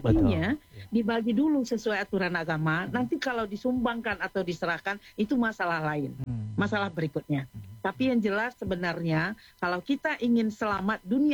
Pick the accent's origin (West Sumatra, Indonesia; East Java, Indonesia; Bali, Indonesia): West Sumatra, Indonesia; now in Australia; karena kita orang Minang